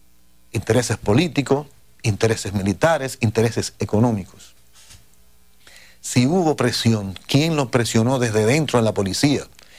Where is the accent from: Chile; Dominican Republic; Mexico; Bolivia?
Dominican Republic; siento orgullo de ser dominicano